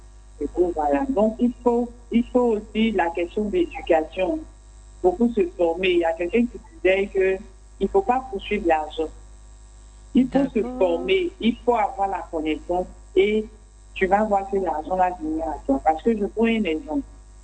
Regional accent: Côte d’Ivoire; je suis ivoirienne

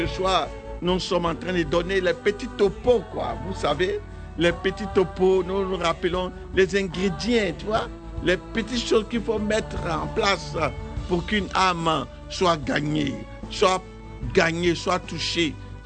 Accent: Abidjan, Côte d’Ivoire; c'est un quartier dans lequel aussi j'ai grandi, à la Rivera 2.

